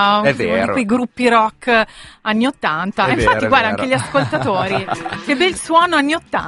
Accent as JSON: {"language": "Italian", "region": "Tuscany", "country": "Italy", "said": "Quindi Alberto, salutami la mia terra, la mia Toscana."}